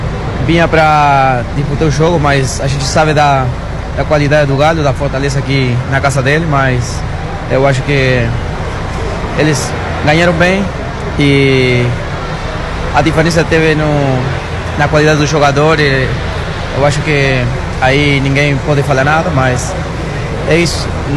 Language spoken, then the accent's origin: Portuguese; Uruguay; Nós somos uruguaios, mas tem um jogo a mais e vamos brigar até o final.